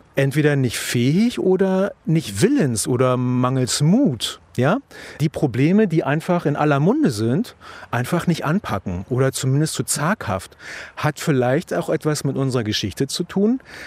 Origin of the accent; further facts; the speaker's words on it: East Germany, Germany; Ich komme aus der DDR